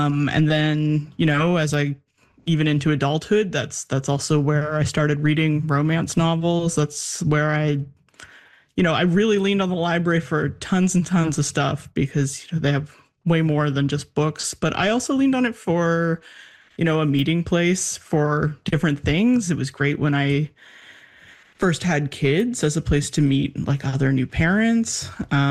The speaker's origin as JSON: {"language": "English", "town": "Bedford", "region": "Nova Scotia", "country": "Canada", "tie": "born or raised there", "said": "I grew up in Bedford, Nova Scotia, and I was at that Bedford library all the time"}